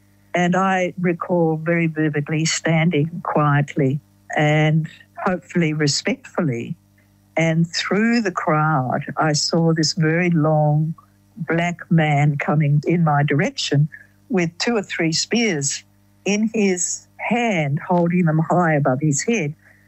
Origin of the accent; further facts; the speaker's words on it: Tasmania, Australia; I grew up in Tasmania.